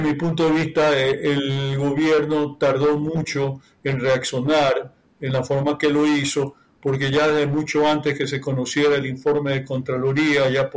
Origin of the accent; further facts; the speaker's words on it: Ecuador; Y ahora terminamos siendo perjudicados los ecuatorianos